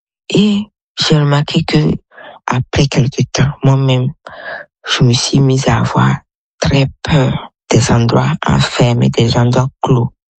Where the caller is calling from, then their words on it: Burkina Faso; Je suis au Burkina Faso, précisément dans la ville de Signaré.